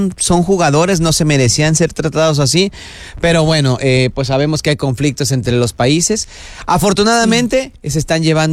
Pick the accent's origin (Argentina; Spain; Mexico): Mexico; Hablamos de los mexicanos porque nosotros somos mexicanos, pero así somos los latinos en general.